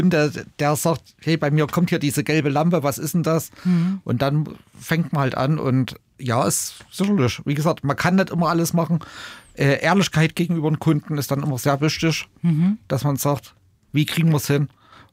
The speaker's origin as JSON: {"language": "German", "country": "Germany", "said": "Ich bin Deutscher"}